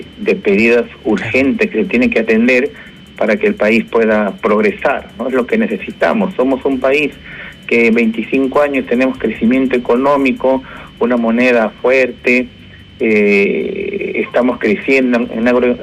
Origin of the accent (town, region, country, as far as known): Peru